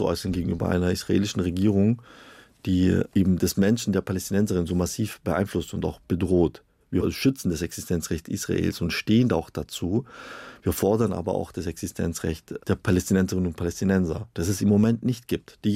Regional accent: Stuttgart, Baden-Württemberg, Germany; Ich komme ja aus Stuttgart, das ist ein ganz großes Thema.

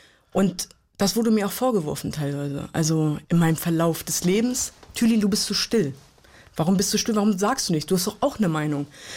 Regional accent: Hanover, Lower Saxony, Germany; Weil wir sind in Hannover-Linden groß geworden.

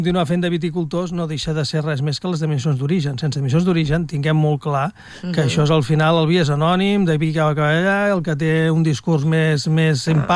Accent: Catalonia, Spain; som catalans

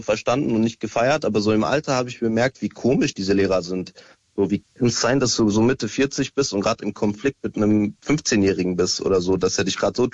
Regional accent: United Arab Emirates; also born or lived in Syria; now in Germany; Also ich bin ursprünglich aus Syrien. Ich bin aus den Emiraten aber nach Deutschland gezogen. Ich bin auch dort aufgewachsen.

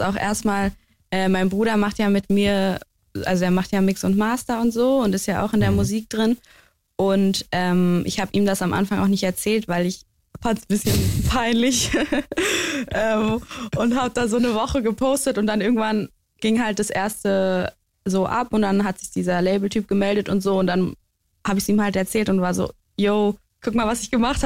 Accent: Berlin, Germany; also born or lived in Münster; Also born in Münster und dann mit 4 nach Steglitz raised.

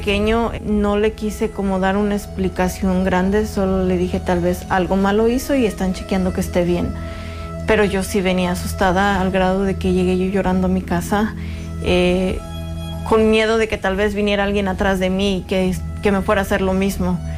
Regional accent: Mexico; moved away as an adult; now in Minneapolis, United States; Tengo 45 años de edad, he vivido aquí alrededor de casi 26 años ya, soy mexicana.

